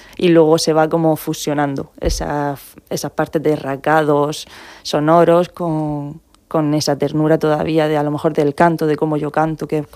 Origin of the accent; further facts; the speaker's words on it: Molina de Segura, Region of Murcia, Spain; Yo soy de aquí